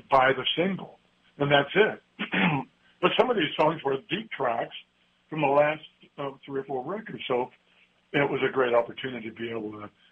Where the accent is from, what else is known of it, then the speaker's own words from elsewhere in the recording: California, United States; growing up in California, you know